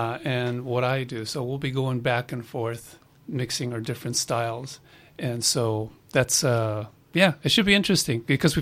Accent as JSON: {"language": "English", "town": "Los Angeles", "region": "California", "country": "United States", "tie": "born or raised there", "said": "In Los Angeles, East Hollywood area."}